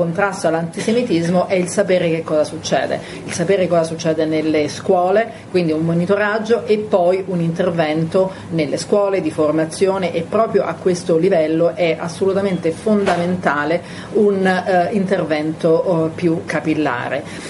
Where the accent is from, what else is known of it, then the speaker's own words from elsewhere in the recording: Rome, Lazio, Italy; born there; proprio qui, nella mia città natale.